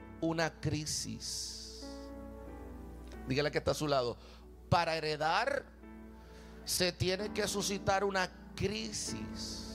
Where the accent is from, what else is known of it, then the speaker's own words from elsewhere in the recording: Puerto Rico; Soy puertorriqueño, soy boricua, cumplí 29 años el jueves.